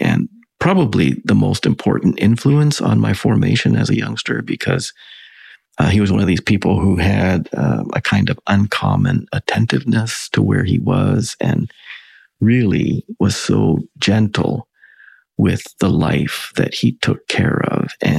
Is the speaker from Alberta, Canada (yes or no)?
yes; Alberta, Canada; I mean, I grew up in Southern Alberta, and so the Rockies were my Western horizon